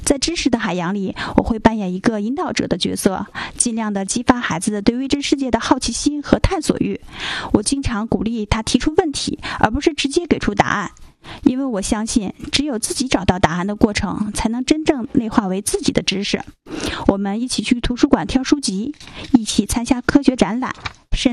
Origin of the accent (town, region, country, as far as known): China